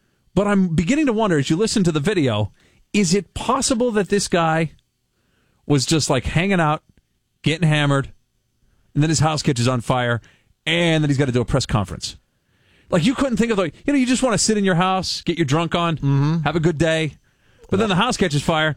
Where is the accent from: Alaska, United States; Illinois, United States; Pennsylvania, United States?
Pennsylvania, United States; Hazleton; a guy in my hometown. It's Hazleton, Pennsylvania.